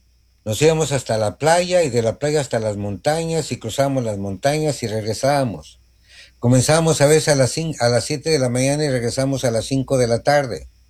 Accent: Mexico

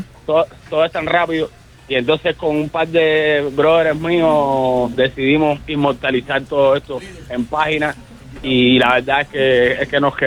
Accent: Cuba; now in Miami, United States; La Cuba que yo dejé ya jamás será, ¿no? Y claro. Y vivir en esta, en este, o sea, yo me siento un cubano de Miami

